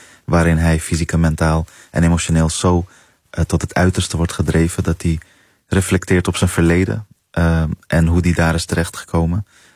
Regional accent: Netherlands; het Plan van Gol, de wijk die centraal staat ook in het boek waar ik ben opgegroeid.

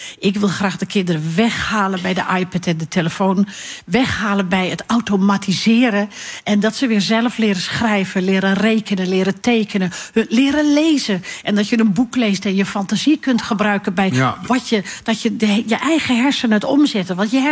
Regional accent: Alkmaar, North Holland, Netherlands; also born or lived in Schagen; de jaren 70, waar mijn jeugd ligt in Alkmaar en in Schagen.

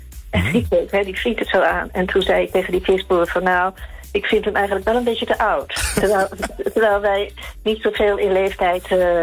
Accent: Schiermonnikoog, Friesland, Netherlands; En ik kwam oorspronkelijk van Schiermonnikoog en daar had ik altijd grote posters hangen

